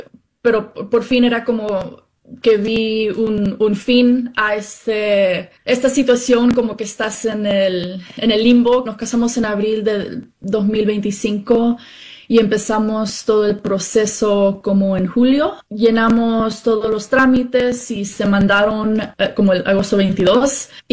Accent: United States; Me considero americana porque toda mi vida he estado acá, la cultura, el lenguaje, mi educación. Llegué con una visa de turista.

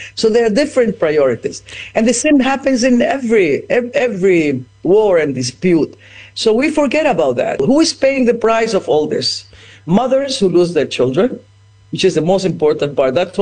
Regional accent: Ecuador; I was raised in Ecuador that Peru is my enemy.

